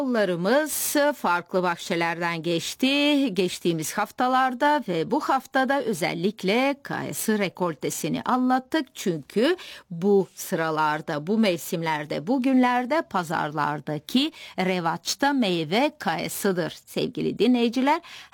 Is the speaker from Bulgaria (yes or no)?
yes; Dobruja, Bulgaria; benim memleketimde olan Dobruca'da